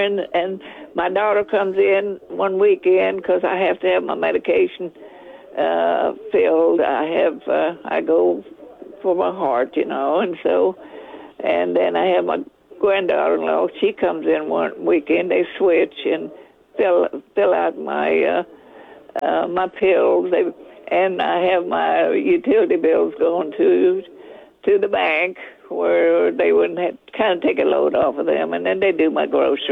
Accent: Schulenburg, Texas, United States; also born or lived in Freiburg, Texas; From Schulenburg. I was born out in Freiburg, Texas. That's out in the country. And we didn't have a car until I was about 9 years old.

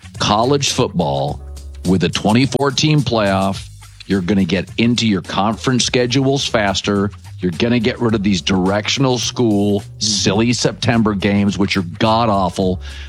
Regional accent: West Coast, United States; so I grew up in the West Coast. So I grew up as a Pac-12 fan.

